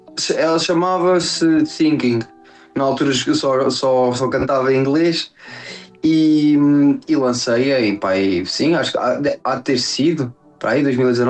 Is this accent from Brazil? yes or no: no; Aveiro, Portugal; eu tenho 24 anos, eu sou de Aveiro, sou um artista e produtor musical.